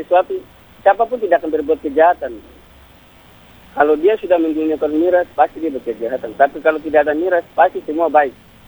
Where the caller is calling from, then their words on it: Sorong, Southwest Papua, Indonesia; Saya juga sebagai warga Kota Sorong, dan kita semua sebagai warga Kota Sorong yang punya Kota Sorong ini